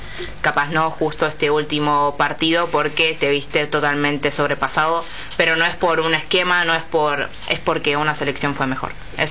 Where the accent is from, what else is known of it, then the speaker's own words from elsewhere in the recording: Argentina; eso nos describe un poco como argentinos, como hinchas del fútbol